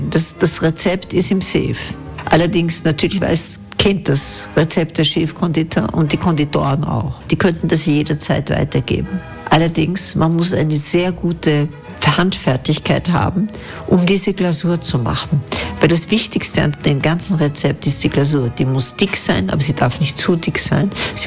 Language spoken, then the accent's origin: German; Vienna, Austria; ich bin Wienerin, ich war in der Schule in Wien, ich habe studiert in Wien, da kenne ich wahnsinnig viele Leute.